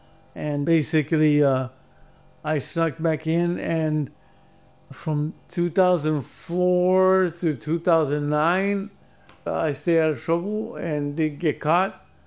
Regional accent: Compton, California, United States; Because I grew up in Compton, yes, I grew up around gang members, and yes, I was at one point.

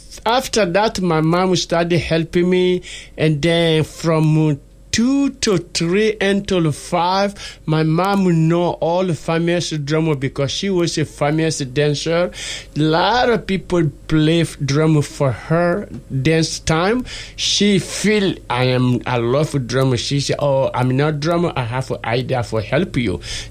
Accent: Guinea; I am from Guinea, West Africa.

